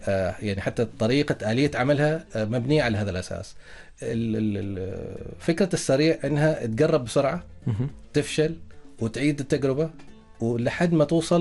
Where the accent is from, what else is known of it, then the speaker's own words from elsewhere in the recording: Oman; لنا نحن كعمانيين